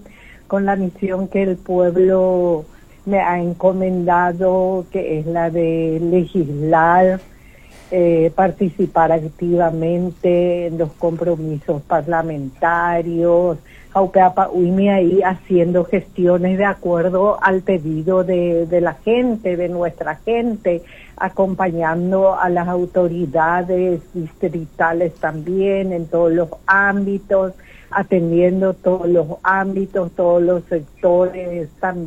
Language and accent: Spanish; Unión, San Pedro, Paraguay; yo soy oriunda de Unión.